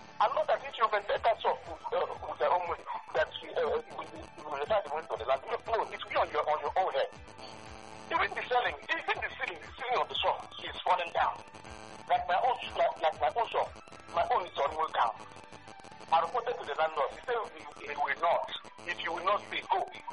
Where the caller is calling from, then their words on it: Accra, Greater Accra, Ghana; because I'm calling from Accra.